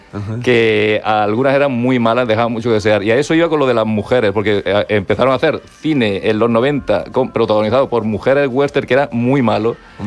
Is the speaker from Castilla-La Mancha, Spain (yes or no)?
yes; Castilla-La Mancha, Spain; Yo soy manchego y yo no sé por qué.